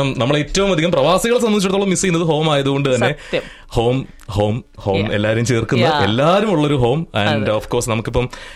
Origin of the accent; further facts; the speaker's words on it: Kerala, India; ഞങ്ങൾ മലയാളികൾ ഒരുപക്ഷെ എല്ലാ ദിവസവും കാണുന്ന മുഖങ്ങളിൽ ഒന്നാണ് ശ്വേതാമേനോന്റെ മുഖം.